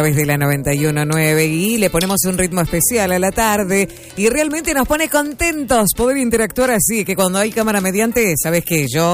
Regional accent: Cardona, Soriano, Uruguay; accent: Rioplatense; now in Colonia, Uruguay; Soy de Cardona.

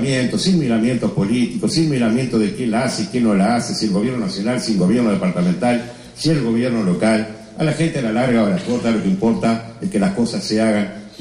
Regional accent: Carmelo, Colonia, Uruguay; como también está muy cerquita de mi pueblo de Carmelo, y me consta la capacidad que tiene.

